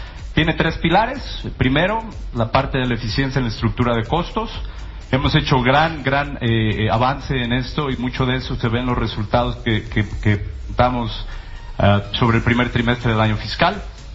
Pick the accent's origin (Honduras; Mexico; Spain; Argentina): Mexico; Y pues más para mí como mexicano, como latino.